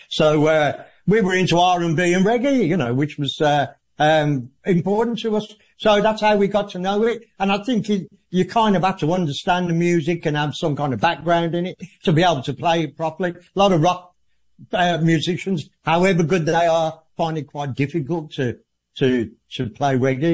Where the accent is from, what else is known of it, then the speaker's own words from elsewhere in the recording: Birmingham, West Midlands, United Kingdom; Birmingham, my hometown